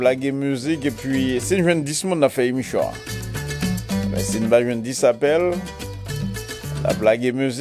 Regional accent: Haiti; On est haïtien, on aime le sport, on aime le football.

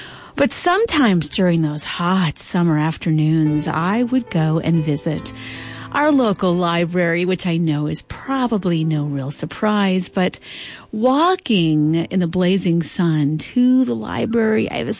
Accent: Nebraska, United States; moved away; I grew up mostly in Western Nebraska, where the summers, were so hot and dry.

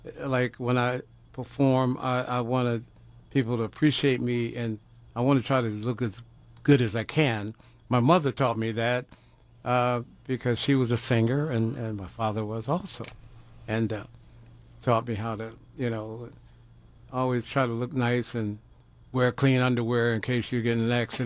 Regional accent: Toledo, Ohio, United States; moved away; also born or lived in Cleveland / Arizona; I'm from Toledo. And then I went to Cleveland I was in Cleveland

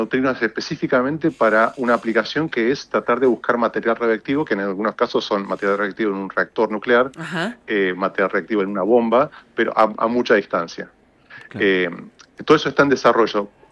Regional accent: San Rafael, Mendoza, Argentina; also born or lived in General Alvear; Así que yo nací en Alvear cuando mi familia vivía en Alvear. Pero la finca de mis abuelos está en Real del Padre, que es un distrito para gente de Mendoza Capital, que está lindero entre San Rafael, departamento de San Rafael y de Alvear. Así que después nos mudamos a San Rafael

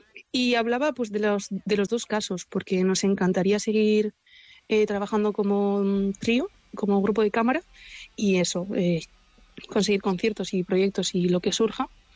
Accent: Basque Country, Spain; los tres somos vascos y Odi y yo somos de Guipúzcoa, entonces tocar en Donosti es un placer

